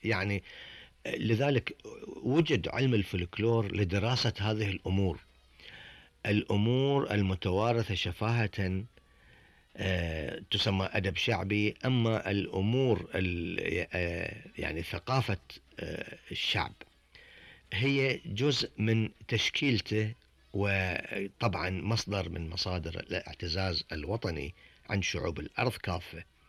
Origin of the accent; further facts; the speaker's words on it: Bahrain; عندنا في البحرين